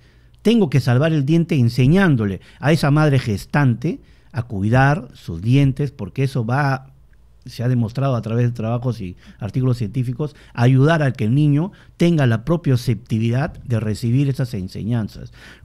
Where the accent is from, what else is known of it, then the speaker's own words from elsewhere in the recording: Loreto, Peru; yo soy de Loreto